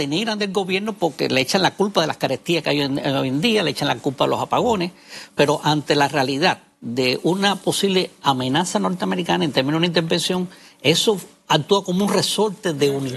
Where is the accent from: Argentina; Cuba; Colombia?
Cuba; Yo soy cubano de origen.